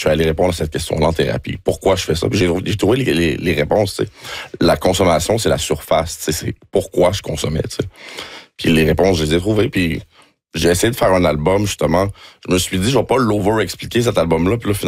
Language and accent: French; Montreal, Quebec, Canada; born there; Mais je suis né à Montréal-Nord, par exemple.